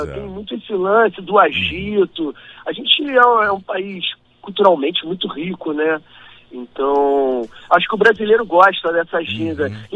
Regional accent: Rio de Janeiro, Brazil; Sou carioca da gema. Vivi aqui no Rio de Janeiro, eu tive uma educação muito tradicional, assim, né?

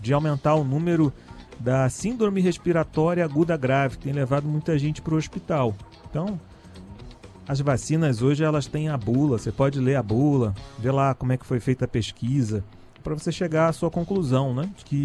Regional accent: Niterói, Rio de Janeiro, Brazil; A Cláudia é de Niterói, é da minha terra, é minha conterrânea.

